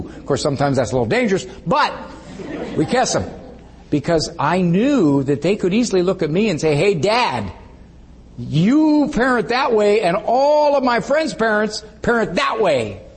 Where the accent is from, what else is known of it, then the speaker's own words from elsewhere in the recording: Cleveland, Ohio, United States; Actually, I'm from Cleveland. And so Cleveland sports fans are 90% scar tissue.